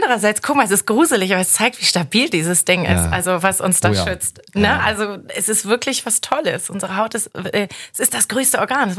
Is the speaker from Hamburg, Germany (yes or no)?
yes; Hamburg, Germany; ich bin Hamburger